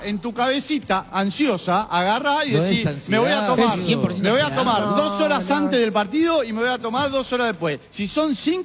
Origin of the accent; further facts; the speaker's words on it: Argentina; yo soy de Buenos Aires